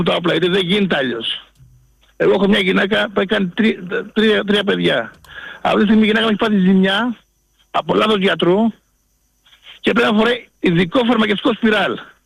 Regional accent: Volos, Thessaly, Greece; από το Βόλο, μακρύς.

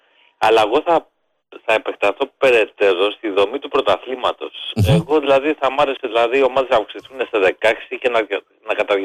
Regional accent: Kalamata, Peloponnese, Greece; Εγώ θέλω να πάω και λίγο στις πιο, δηλαδή σε επαρχιακές ομάδες, γιατί κατάγομαι από την Καλαμάτα.

